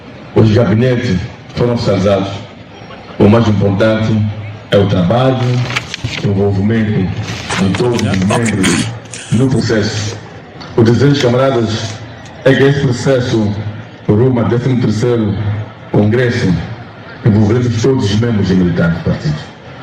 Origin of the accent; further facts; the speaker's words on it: Mozambique; como moçambicanos e membros de militantes e a população da nossa província de Maputo.